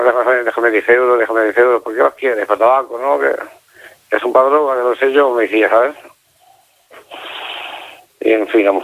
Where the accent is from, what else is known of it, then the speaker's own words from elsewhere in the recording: Lleida, Catalonia, Spain; moved away; yo soy de Lleida